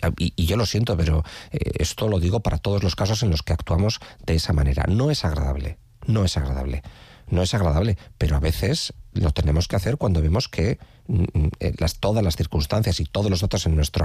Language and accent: Spanish; San Sebastián, Basque Country, Spain; yo, que soy de Riberas y llevo más de 20 años viviendo allí